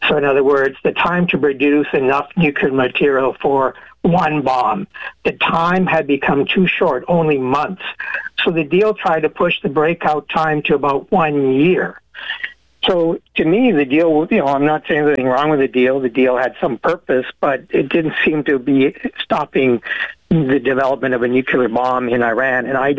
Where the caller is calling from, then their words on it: Richmond, British Columbia, Canada; as a Canadian